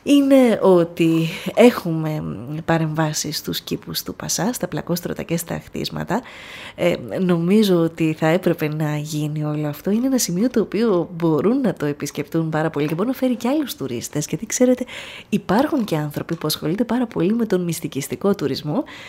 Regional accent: Greece

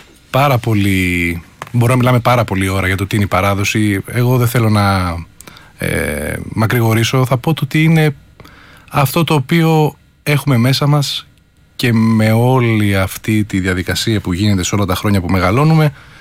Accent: Doxa, Peloponnese, Greece; also born or lived in Nafpaktos; Καταγωγή, μισός είμαι από Ορεινή Αρκαδία και μισός από το Λαγκαρνανία Ναύπακτο.

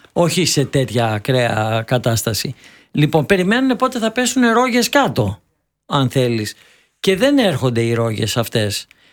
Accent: Greece; μάλλον σαν Έλληνας

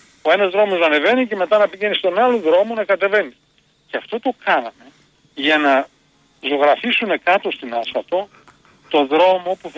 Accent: Macedonia, Greece; είμαι Μακεδόνας.

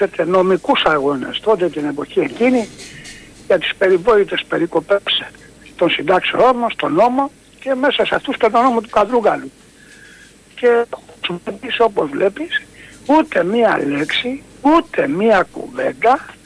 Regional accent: Corfu, Ionian Islands, Greece; Εγώ που είμαι από την Κέρκυρα

